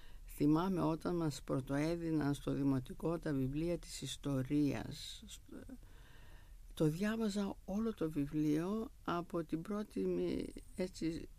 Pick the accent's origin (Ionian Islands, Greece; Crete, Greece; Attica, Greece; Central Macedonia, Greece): Central Macedonia, Greece; Thessaloniki; Λοιπόν, εγώ γεννήθηκα στη Θεσσαλονίκη, μεγάλωσα στη Θεσσαλονίκη. Η πρώτη μου γειτονιά ήταν η πλατεία Υποδρομίου.